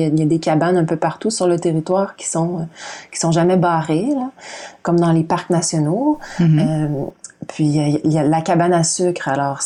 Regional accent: Quebec, Canada; accent: Québécois French; notre langue dont on avait honte autrefois moi je le porte fièrement le français québécois là, même si j'ai un accent un peu bizarre peut-être pour certains qui nous écoutent là.

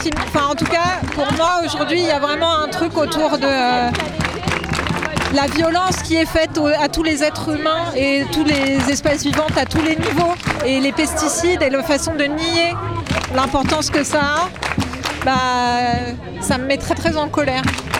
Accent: France; c'est important qu'on se rende compte qu'en tant que Français, c'est là sur notre territoire aussi, et juste à côté de chez nous.

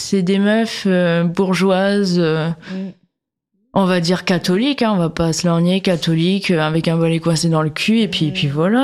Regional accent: Hauts-de-France, France; Ouais, j'aime bien la bière, je viens du Nord, j'aime bien tout ce qui est houblonné et tout

